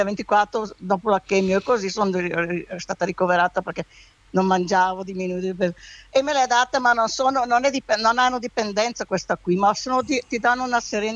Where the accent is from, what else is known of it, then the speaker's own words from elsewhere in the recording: Lombardy, Italy; born there; moved away; sono nata in montagna, che sono nata a Valcamonica anch'io, né? Io sono alla casa a 3 chilometri da Breno, né? Cemmo, l'hai sentita nominare?